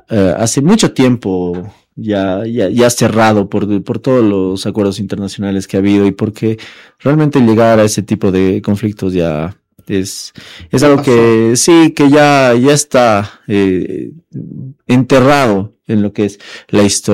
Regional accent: Bolivia; esto es lo que tenemos que celebrar, la independencia que tenemos como bolivianos.

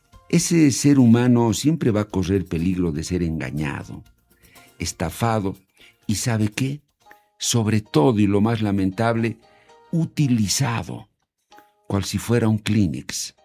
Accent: Bolivia

